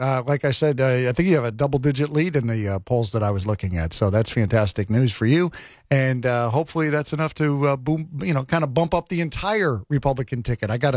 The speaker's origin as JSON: {"language": "English", "region": "Connecticut", "country": "United States", "moved": "yes", "lives_now": "South Carolina, United States", "said": "I'm originally from Connecticut. I moved down here as well."}